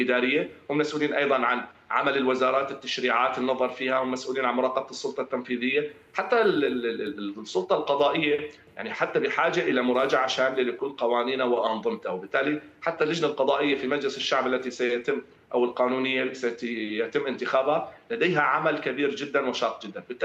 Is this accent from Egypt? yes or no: no; Syria